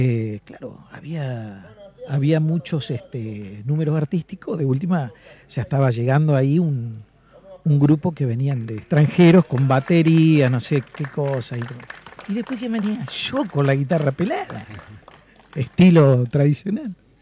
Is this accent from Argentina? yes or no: yes; Maciá, Entre Ríos, Argentina; prueba fuego en mi pueblo